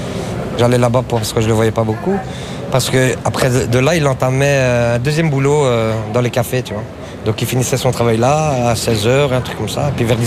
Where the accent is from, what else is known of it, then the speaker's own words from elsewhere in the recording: Kosovo; Comme chez nous, en Kosovo